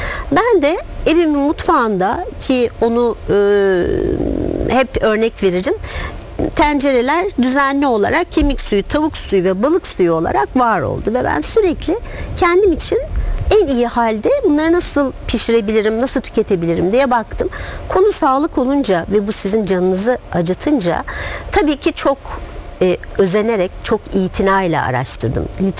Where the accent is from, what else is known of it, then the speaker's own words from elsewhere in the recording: Istanbul, Turkey; Ben İstanbul'da doğdum, büyüdüm. Geleneksel bir ailede, büyük aşağı yukarı 3 kuşağın bir arada yaşadığı bir ailede büyüdüm.